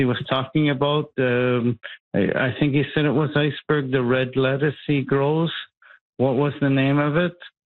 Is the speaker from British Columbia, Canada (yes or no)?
no; Baie-D'Urfé, Quebec, Canada; And the West Island, I grew up, spent a lot of my life in Bay Durfee. And the western part of the island and all west, the black soil.